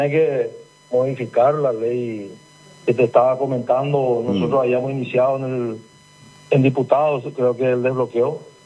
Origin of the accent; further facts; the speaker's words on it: Presidente Hayes, Paraguay; En mi caso, que soy de Presidente Hayes